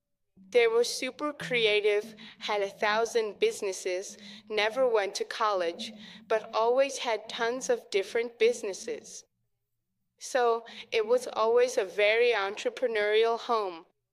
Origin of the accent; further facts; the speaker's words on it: Bogota, Bogotá, Colombia; Well, I was born and raised in Bogota, spent my whole childhood and adolescence there. Let's say we grew up in a Catholic home, though not exactly very devout